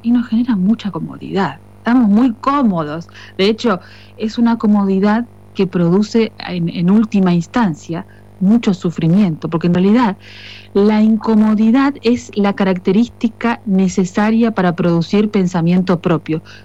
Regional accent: Corrientes, Argentina; No, soy argentina, soy de Corrientes. Lo que pasa es que trabajé durante mucho tiempo en Uruguay

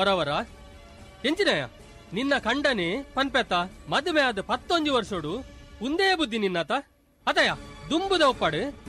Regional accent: Karnataka, India; now in Mangalore, India; ನಮ್ಮದು ಕಲಂಬಾಡಿ ಅಂತ ಹೇಳಿದ್ರೆ ಇದು ಉಡುಪಿ ರೂಟ್, ಕಾರ್ಕಳದಿಂದ ಉಡುಪಿಗೆ ಹೋಗೋ ಅತ್ತೂರು ಬರುತ್ತಲ್ಲ ಅಲ್ಲಿ. ಎಂಟು ಕಿಲೋಮೀಟರ್ ಉಂಟು, ಕರೆಕ್ಟ್ ಕರೆಕ್ಟ್ ಕರೆಕ್ಟ್. ನಾವು ಹೈಸ್ಕೂಲ್ ಎಲ್ಲ ಅಲ್ಲೇ ಮಾಡಿದವರು ಹಾಗೆ.

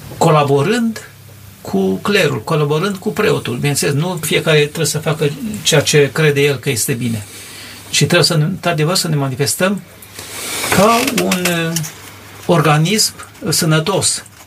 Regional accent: Romania

